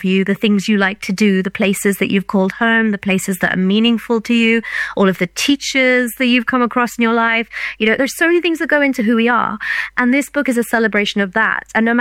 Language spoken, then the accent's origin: English; England, United Kingdom; born there; I was born in England, but we're very much rooted to India. We're very proud of our heritage, but both places are home